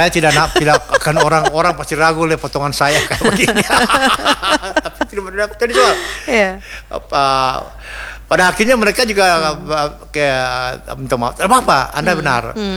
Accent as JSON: {"language": "Indonesian", "town": "Ternate", "region": "North Maluku", "country": "Indonesia", "said": "Saya dari Ternate sana."}